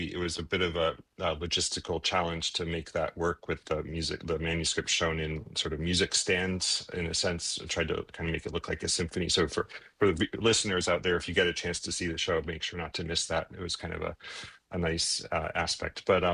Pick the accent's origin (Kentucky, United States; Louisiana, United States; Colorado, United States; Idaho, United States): Colorado, United States; now in New York, United States; Yeah, I'm from Colorado.